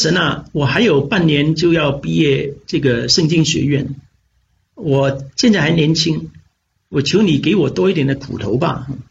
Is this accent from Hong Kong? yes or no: yes; Hong Kong; moved away as an adult; also born or lived in Philippines; 我在香港长大，我一直都没有离开过香港。